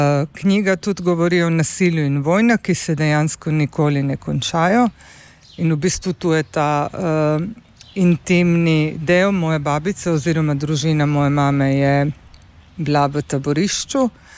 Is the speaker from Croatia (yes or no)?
yes; Pula, Istria County, Croatia; Slovenian is a second language; now in Ljubljana, Slovenia; Ker sem odraščala v Pulju, ki je večjezično in multikulturno območje